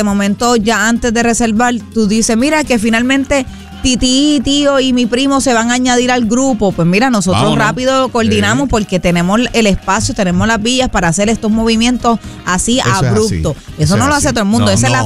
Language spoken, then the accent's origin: Spanish; Puerto Rico; Nosotros somos, mira, boricua al fin, nos encanta celebrar